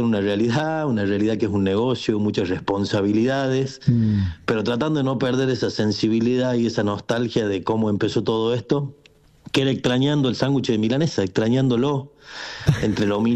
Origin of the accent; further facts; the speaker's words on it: Tucumán, Argentina; accent: Tucumán tonada; moved away as an adult; now in Córdoba, Argentina; yo me siento un cordobés más, vivo hace 20 años acá, pero soy tucumano como habla, como mi tonada manda.